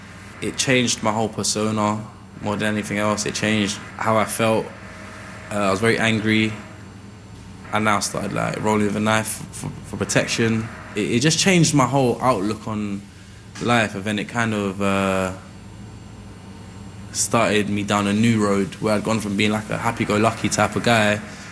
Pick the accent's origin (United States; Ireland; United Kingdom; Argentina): United Kingdom; London; your home country to see what life is really hardship, and to see how privileged you are to have been growing up in London. So my granddad was yeah, cool, you're going to ship you back to Guyana.